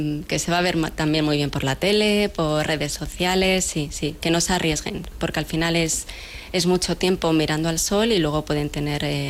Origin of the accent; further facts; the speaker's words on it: Spain; somos españoles